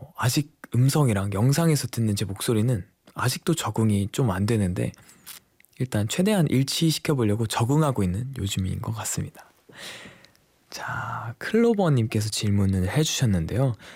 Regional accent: Cheonan, South Chungcheong, South Korea; moved away; 저도 되게 천안이 가끔은 그립습니다. 언젠가 또 제 고향에 갈 수 있는 날이 오기를 바라면서

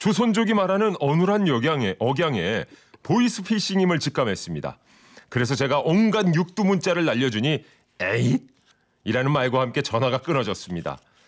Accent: North Gyeongsang, South Korea; 저는 경북 사람인데 왜 서울 고법에서 재판을 하는 거죠?

